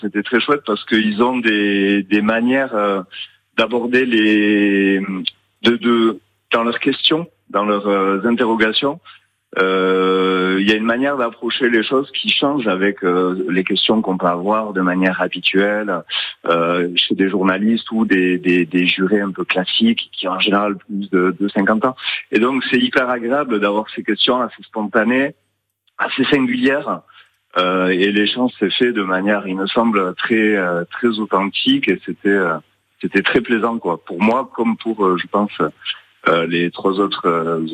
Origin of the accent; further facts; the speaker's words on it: Nouvelle-Aquitaine, France; Et moi, je suis pas du Périgord, je suis du Pays Basque.